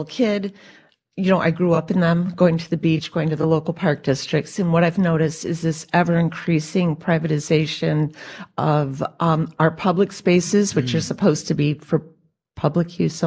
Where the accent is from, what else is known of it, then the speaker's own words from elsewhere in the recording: Chicago, Illinois, United States; from Chicago my whole life.